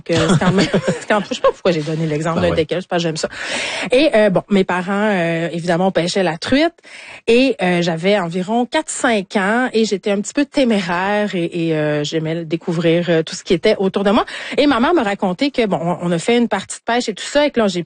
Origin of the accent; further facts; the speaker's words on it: Saguenay, Quebec, Canada; moved away; je viens du Saguenay, j'arrête pas de le répéter